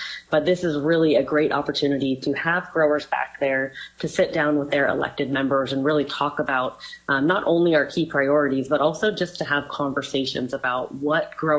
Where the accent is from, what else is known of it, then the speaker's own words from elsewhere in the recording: Lodi, California, United States; A lot of family growers here in the Lodi area, and it's actually where I grew up. So I grew up here in Lodi.